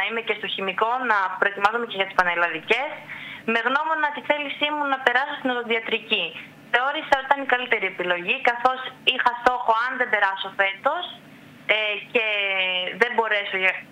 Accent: Greece; moved away as an adult; θα ήθελα να προσφέρω στο νησί μου.

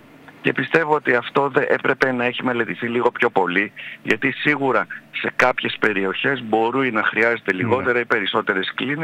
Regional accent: Samos, North Aegean, Greece; Είμαι Σαμιώτης

